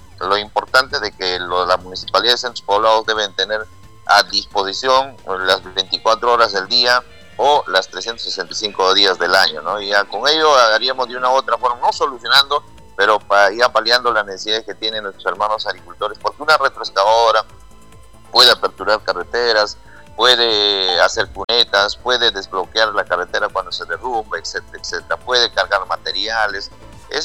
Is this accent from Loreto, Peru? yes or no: no; Huancavelica, Peru; now in Pangoa, Peru; yo soy de Huancavelica, un huancavelicano que habito aquí en Pangoa